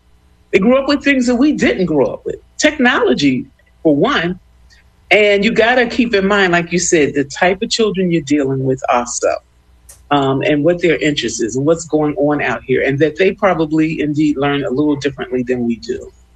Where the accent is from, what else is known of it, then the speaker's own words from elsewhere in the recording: Philadelphia, Pennsylvania, United States; the school we grew up with in North Philly